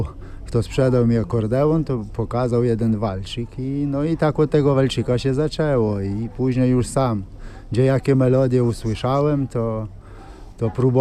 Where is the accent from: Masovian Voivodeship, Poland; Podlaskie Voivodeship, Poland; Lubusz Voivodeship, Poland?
Podlaskie Voivodeship, Poland; Szypliszki; Przyjechałem z Suwalszczyzny, z gminy Szypliszki, jako muzykant.